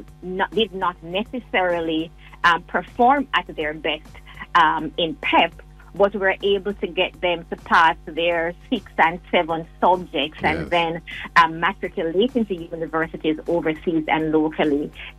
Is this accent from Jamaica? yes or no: yes; Jamaica; I am from Moko, and I proudly say that.